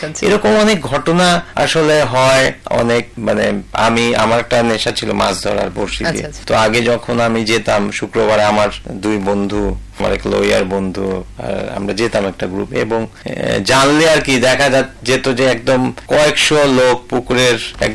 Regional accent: Sylhet, Sylhet Division, Bangladesh; পরবর্তীকালে আমি ক্লাস 8 যখন পড়ি তখন একটা সিলেটে, আমি সিলেটের, যেহেতু সিলেটে বর্ন

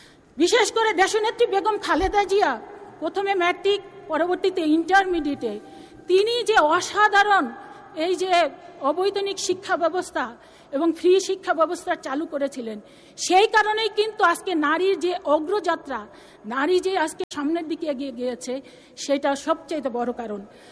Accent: Madaripur, Dhaka Division, Bangladesh; আমার বাড়ি হচ্ছে মাদারীপুর, এই যে ঢাকার কাছাকাছি, মাত্র 1.5 থেকে 2 ঘন্টা সময় লাগে

